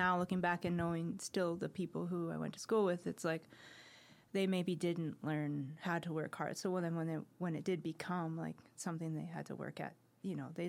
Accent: Vancouver, British Columbia, Canada; also born or lived in Kamloops / Edmonton; now in Prince George, Canada; I was born in Kamloops and then grew up in Vancouver, and then I moved to Edmonton, and then I moved here.

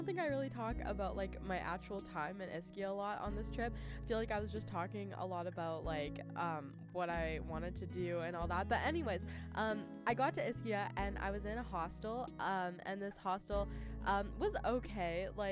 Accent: Prince George, British Columbia, Canada; like even just in my hometown, like here in Prince George

